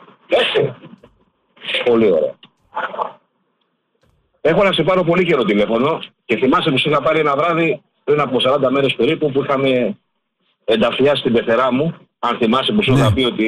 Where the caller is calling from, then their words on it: Ilion, Attica, Greece; είμαι από το Ήλιον.